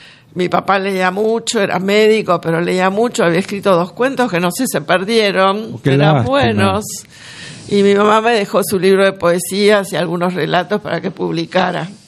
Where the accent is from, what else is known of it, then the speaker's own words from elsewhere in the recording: Argentina; Yo digo que soy un híbrido argentino porque tengo sangre alemana, irlandesa, italiana, española